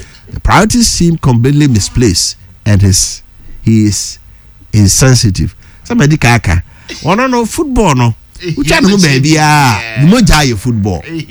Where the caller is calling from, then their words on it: Bantama, Ashanti, Ghana; I'm okay from Bantama in the Senate West District.